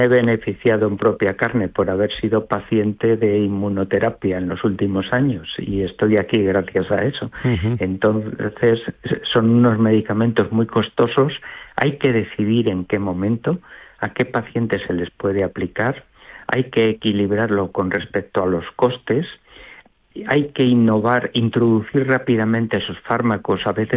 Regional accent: Salamanca, Castile and León, Spain; Yo he elegido el parador porque soy salmantino.

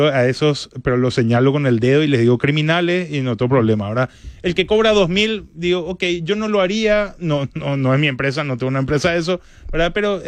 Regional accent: Paraguay; como paraguayo en Paraguay

